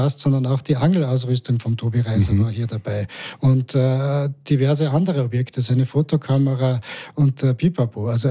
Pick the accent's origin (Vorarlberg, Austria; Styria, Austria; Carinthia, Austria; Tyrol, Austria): Carinthia, Austria; moved away as an adult; now in Salzburg, Austria; ich komme ursprünglich aus Kärnten, mich hat es dann studientechnisch hierher verschlagen nach Salzburg 2004 schon, habe da Geschichte studiert und Kommunikationswissenschaft